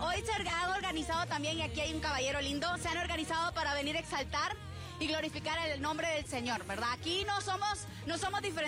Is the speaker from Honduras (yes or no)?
yes; Honduras